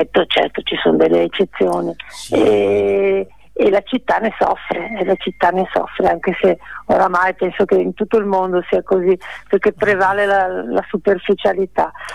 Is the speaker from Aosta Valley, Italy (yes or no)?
no; Venice, Veneto, Italy; moved away; also born or lived in Padua; presentandomi come veneziana, è stata una cosa importantissima che non mi rendevo conto quando vivevo da ragazza a Venezia, studiando poi all'università a Padova